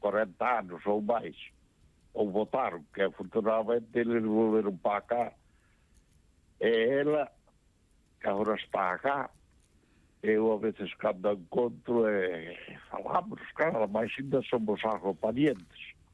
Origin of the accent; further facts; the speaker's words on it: Galicia, Spain; accent: Galician; eu son galego falante, teño, ai, é un acento bonito.